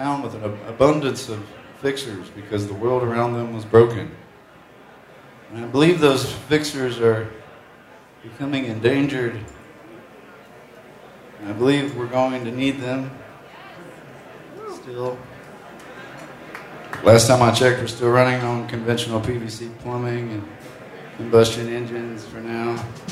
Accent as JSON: {"language": "English", "town": "Seymour", "region": "Indiana", "country": "United States", "said": "I am my father's son. I'm from Seymour, Indiana. A little town just north of Louisville, Kentucky. I grew up in a body shop."}